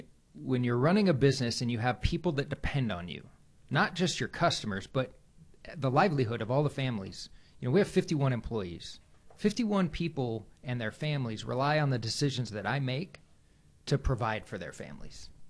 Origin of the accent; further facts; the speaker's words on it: Chico, California, United States; moved away as an adult; also born or lived in Arizona; now in Kern County, United States; So grandpa ends up being a farm manager at Chico State up north, and that's where I grew up.